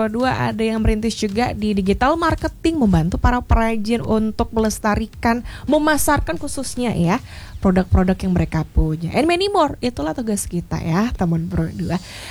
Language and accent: Indonesian; Bali, Indonesia; Jujur, saya sebagai warga Bali juga kadang kita ngomongnya gele-gelean gitu ngelihat harga songket di Bali ya.